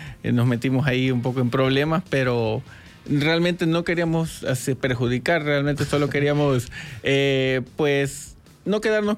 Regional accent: Apopa, San Salvador, El Salvador; orgullo que somos de Apopa

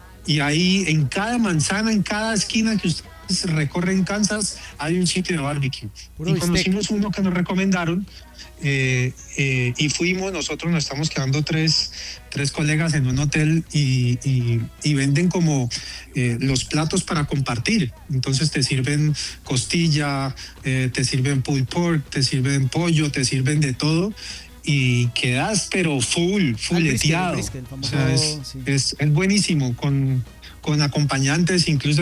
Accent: Colombia; creo que nosotros como colombianos futboleros pues arrastramos de pronto con otra parte histórica

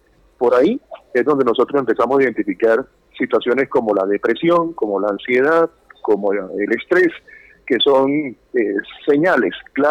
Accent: Colombia; te voy a hablar como creyente y como ciudadano colombiano.

